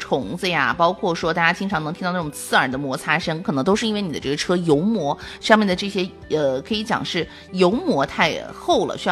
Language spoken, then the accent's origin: Chinese; Jiangxi, China